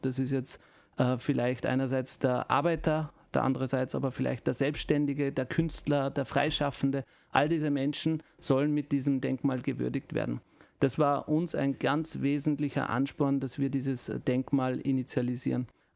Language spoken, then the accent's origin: German; Salzburg, Austria; born there; Ich bin in der dritten, meine Kinder in der vierten Generation hier.